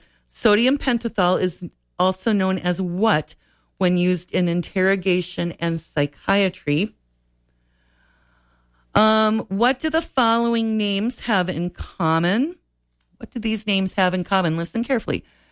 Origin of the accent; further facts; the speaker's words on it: Minnesota, United States; We are from Balkan.